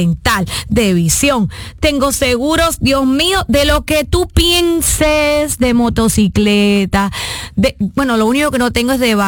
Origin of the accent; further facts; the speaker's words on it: Cuba; soy una cubana de corazón internacional, pero estos traumas de niña jamás se me olvidarán.